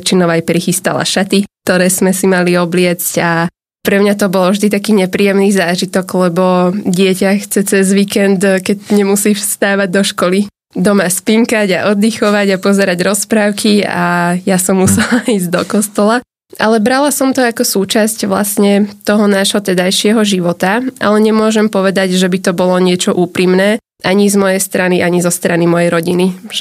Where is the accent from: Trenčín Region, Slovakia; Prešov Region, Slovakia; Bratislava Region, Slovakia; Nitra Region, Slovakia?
Nitra Region, Slovakia; Dubník; Tak ja síce hovorím väčšinou, že som z Nových Zámkov, ale rozprávam to len preto, lebo to je taký záchytný bod. Kebyže poviem, že bývam v Dubníku, tak každý by sa na mňa pozrel, že nemám šajnu.